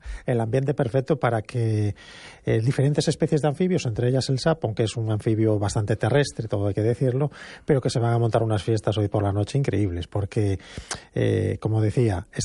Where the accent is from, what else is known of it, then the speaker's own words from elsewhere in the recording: A Coruña, Galicia, Spain; Yo recuerdo de pequeño que yo nací en Monte Alto, jugaba con mis hermanos en la zona de la Torre de Hércules